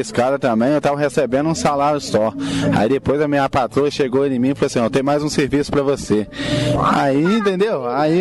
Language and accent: Portuguese; Santa Cruz, Brazil